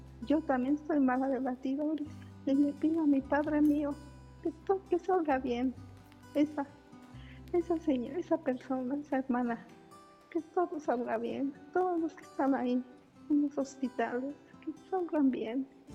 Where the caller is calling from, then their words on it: Mexico City, Mexico; de la Ciudad de México.